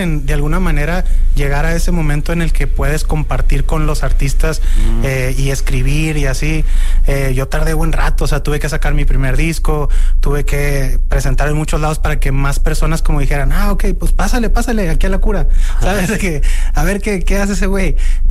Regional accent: Culiacán, Sinaloa, Mexico; Me pasaba mucho cuando llegué de Culiacán. O sea, me sentía como que venía como del rancho, así como de que la ciudad chiquita

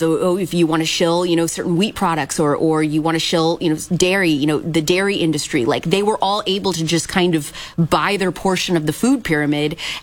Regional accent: Midwest, United States; I'm from the Midwest.

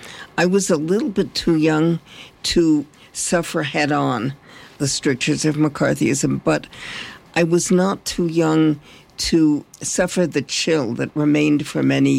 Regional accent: Albuquerque, New Mexico, United States; born there; also born or lived in New York City; I grew up here in Albuquerque, and I really do consider Albuquerque and New Mexico my home. I was born in New York City. My family took a trip in 1947 around the country looking for a new home.

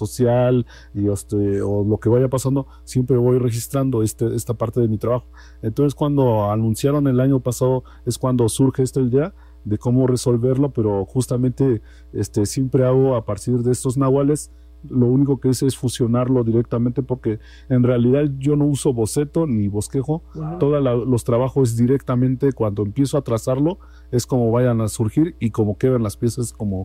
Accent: Oaxaca, Mexico; first language Mazatec; Spanish is a second language

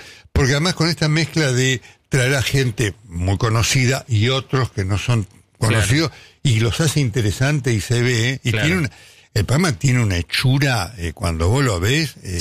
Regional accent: San Lorenzo, Santa Fe, Argentina; born there; Quiero que se llame San Lorenzo porque yo nací en San Lorenzo.

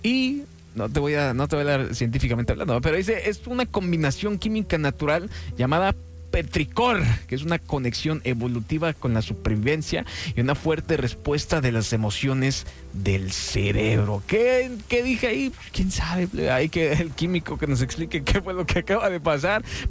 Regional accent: Culiacán, Sinaloa, Mexico; A mí me recuerda el olor del mar o de un río a mi infancia, porque yo vivía en Culiacán. Cuando estaba pequeña salíamos de la primaria y nos íbamos derechito al río porque hacía muchísimo calor.

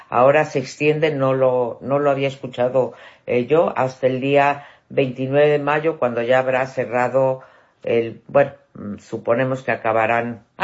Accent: Mexico; me duele como mexicana decir esto.

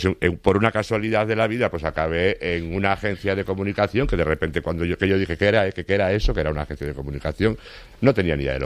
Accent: Foz, Galicia, Spain; now in Madrid, Spain; Yo soy de Foz, Lugo, sí, señor.

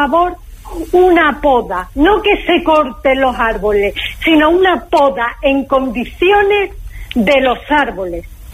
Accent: Málaga, Andalusia, Spain; Como malagueños que somos, no le tengo que decir nada

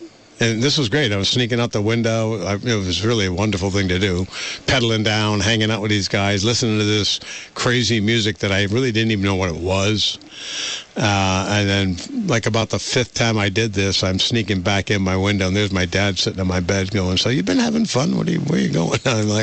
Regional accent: South Dorset, Vermont, United States; I grew up in South Dorset, Vermont, born in 1951.

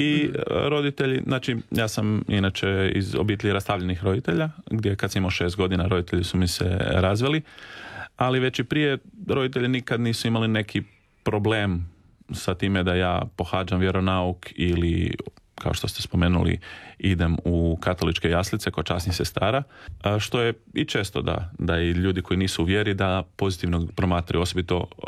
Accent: Rijeka, Primorje-Gorski Kotar County, Croatia; born there

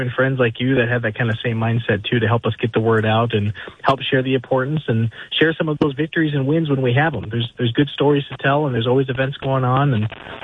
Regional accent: Rapid City, South Dakota, United States; moved away as an adult; also born or lived in Sisseton, South Dakota / Vermillion, South Dakota / Pierre, South Dakota; now in Sioux Falls, United States; I was born in Sioux Falls. I grew up in Rapid City. I'm a tribal member from Sisseton up in the northeast corner. Went to school in Vermilion, lived and worked in Pierre, married a girl from Wagner

